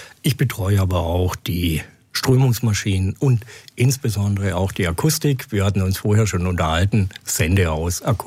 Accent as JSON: {"language": "German", "town": "Ellwangen", "region": "Baden-Württemberg", "country": "Germany", "also_born_or_lived": "Stuttgart", "moved": "yes", "lives_now": "Munich, Germany"}